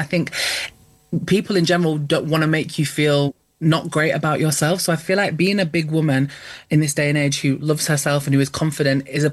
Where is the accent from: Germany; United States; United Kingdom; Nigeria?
United Kingdom; I think as British people in general